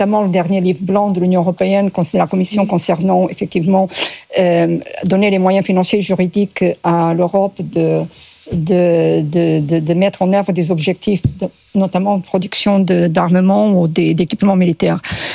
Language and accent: French; Portugal; Moi, je suis portugaise à 100%.